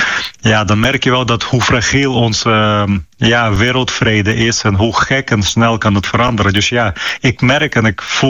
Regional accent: Ukraine; Dutch is a second language; omdat ik uit Oekraïne kom en Oekraïne vecht jarenlang tegen Russische agressie

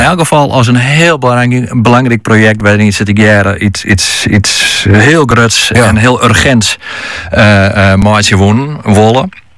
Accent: Kollum, Friesland, Netherlands; Ik ben zelf opgegroeid in Kolom, dus ik ken dat gebied.

